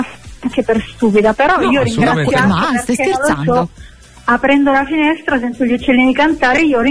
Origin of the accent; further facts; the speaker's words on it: Apulia, Italy; now in Parma, Italy; io vi chiamo da Parma, ma sono originaria del Salento.